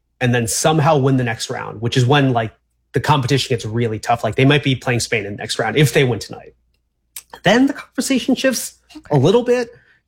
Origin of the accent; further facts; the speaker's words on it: South Korea; moved away; I'm originally from South Korea.